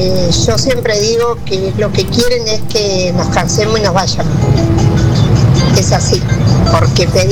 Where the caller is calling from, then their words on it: Buenos Aires Province, Argentina; soy de Pastel.